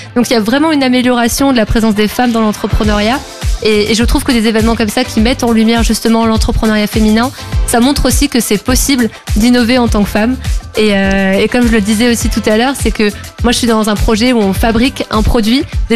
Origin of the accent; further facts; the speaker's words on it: Strasbourg, Grand Est, France; Alsacienne à 100% avec un père lorrain, mais on est en Alsace.